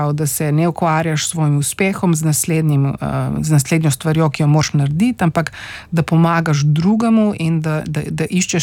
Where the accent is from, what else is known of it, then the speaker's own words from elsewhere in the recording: Postojna, Littoral–Inner Carniola, Slovenia; Jaz sem odraščala v Postojni, se pravi pri, oziroma bom rekla splošno na Primorske